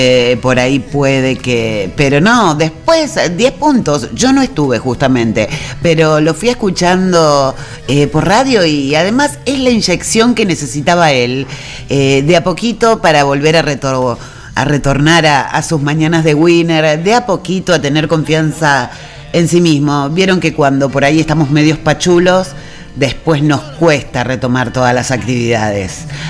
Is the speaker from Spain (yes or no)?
no; Argentina; somos rigurosos los argentinos.